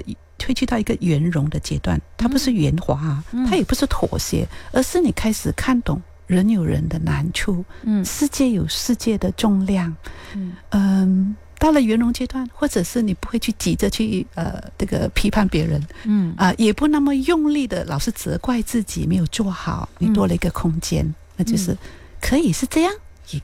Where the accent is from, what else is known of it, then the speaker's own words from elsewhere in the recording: Pahang, Malaysia; 我来自彭亨玻璃口新村，我们村里头有一个民众图书馆，65年的民众图书馆